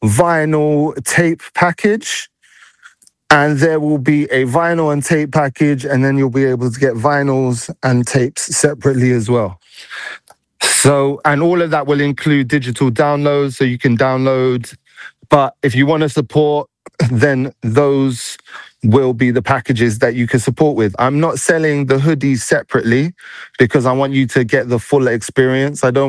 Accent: London, United Kingdom; where I grew up in London. So if anyone knows where Harlesden Stonebridge is in NW10, that's my area.

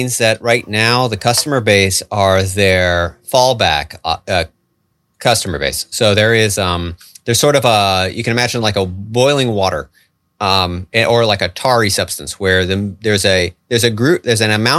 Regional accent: United States; We are Americans.

